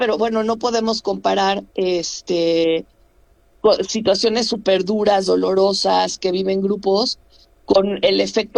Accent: Mexico; vivimos en un extraordinario país, que es padrísimo ser mexicanos

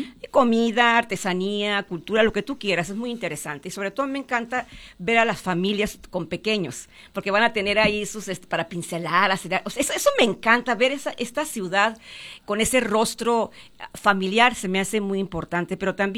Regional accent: Huatabampo, Sonora, Mexico; Yo soy de Guatapo, soy mayo.

